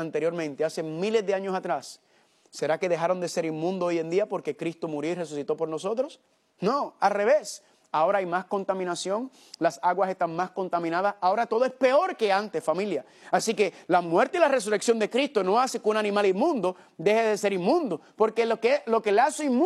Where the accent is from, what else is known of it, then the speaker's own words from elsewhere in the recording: Puerto Rico; Yo soy de Puerto Rico